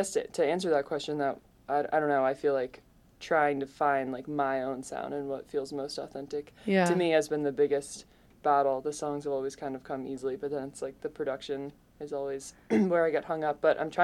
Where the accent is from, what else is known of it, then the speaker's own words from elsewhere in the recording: Maine, United States; also born or lived in Providence / Ohio; now in Montana, United States; I've been here on and off for like 10 years now, but I'm from Maine originally.